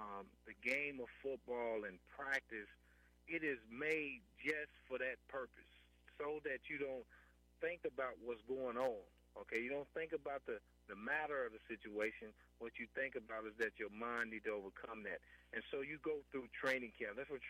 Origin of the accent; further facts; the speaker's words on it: Lawton, Oklahoma, United States; I grew up, again, in Lawton, Oklahoma.